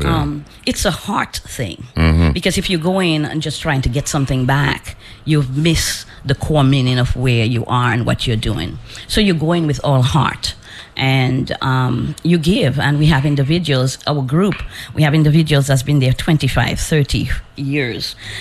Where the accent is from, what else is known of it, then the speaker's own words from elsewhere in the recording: Dominica; moved away; I'm originally from Dominica.